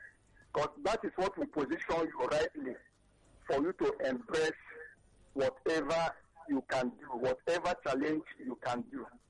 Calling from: Lagos, Nigeria; I'm calling from Mesa in Lagos.

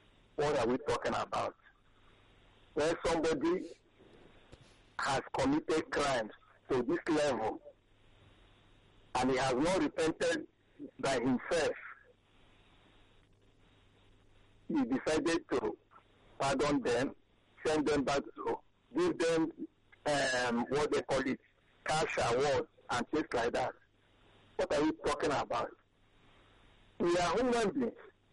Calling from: Iba, Lagos, Nigeria; Calling from Eba.

